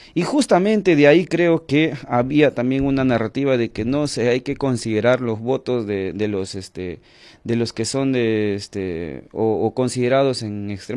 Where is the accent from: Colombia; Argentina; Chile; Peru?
Peru; no tenemos las mejores opciones como peruanos